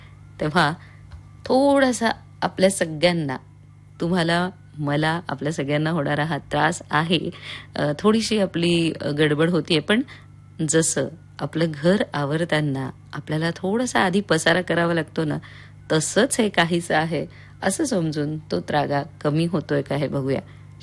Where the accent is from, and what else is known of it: Nashik, Maharashtra, India